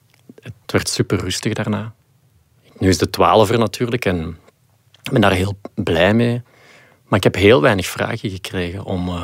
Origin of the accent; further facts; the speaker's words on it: Belgium; Ja, ik denk ook dat wij als Belgen gewoon heel goed zijn in die verhalen vertellen.